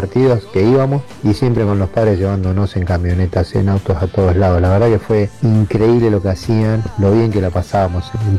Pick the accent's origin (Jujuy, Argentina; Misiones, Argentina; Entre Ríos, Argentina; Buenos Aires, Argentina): Buenos Aires, Argentina; Yo me crié en Floresta y iba al Club Gimnasia de Grima de Vélez Arfiel y jugué al fútbol desde chiquito